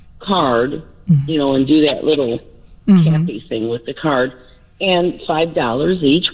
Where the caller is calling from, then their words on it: Chicago, Illinois, United States; I'm right here in Chicago.